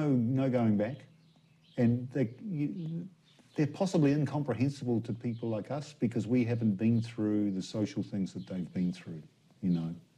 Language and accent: English; New Zealand